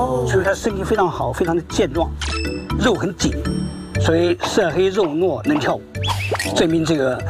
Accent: Anhui, China; now in Shandong, China; 我老家是安徽人啊，我潜伏到山东已经30年了。

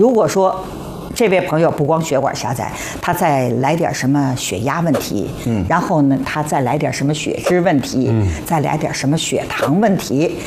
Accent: southern China, China; 咱们都是南方人，北方没去过，

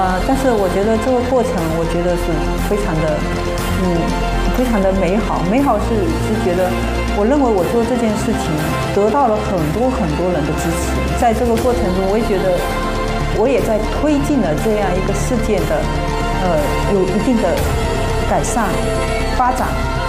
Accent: Pingtan, Fujian, China; 我们的家乡就是平潭岛，我们的家乡还包括36角湖

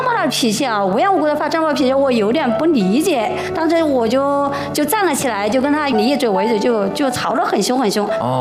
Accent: Yichang, Hubei, China; 我们宜昌那边不是有一个烤火的桌子吗

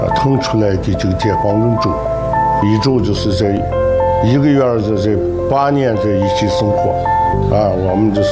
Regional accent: Tacheng, Xinjiang, China; born there

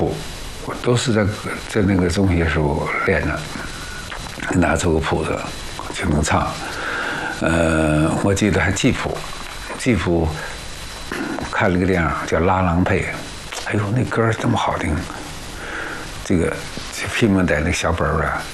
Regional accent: Fujin, Heilongjiang, China; 我们家乡

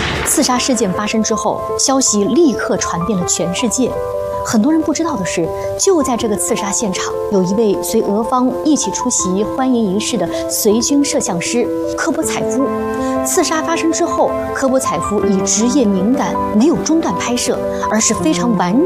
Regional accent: Heilongjiang, China; 咱们黑龙江土生土长的戏曲品种，也是咱们龙江人最爱看的

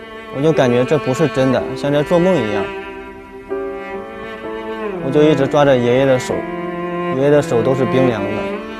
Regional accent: Henan, China; 我从河南来的。

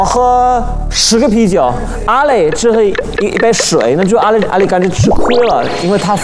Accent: Germany; 我们德国人

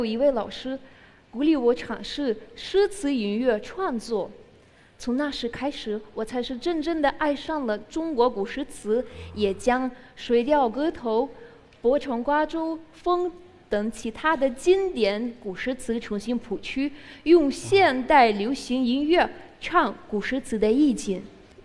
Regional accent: Russia; Chinese is a second language; now in Beijing, China; 目前在清华大学读国际关系专业。

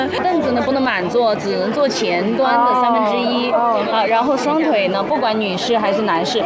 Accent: China; 我们中国人

